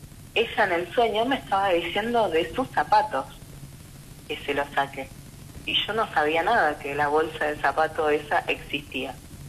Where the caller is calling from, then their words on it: Chascomús, Buenos Aires Province, Argentina; yo vivo en Chascomús